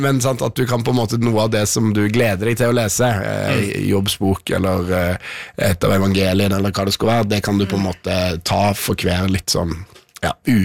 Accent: Stavanger, Rogaland, Norway; Og så vokste jeg opp i Stavanger, i liksom krampetrekningene av den gamle bedehushovedstaden

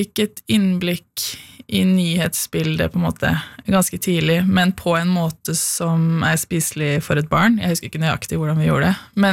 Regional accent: Lillehammer, Innlandet, Norway; born there; also born or lived in Ås, Norway; Jeg er opprinnelig fra Ås, men jeg har også bodd veldig mange år på Lillehammer.

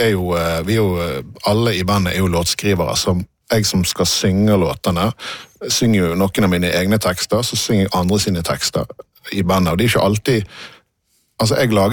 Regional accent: Askøy, Vestland, Norway; accent: stril; så var det delt mellom Nordre Askøy, der jeg kommer fra, og Sør Askøy.

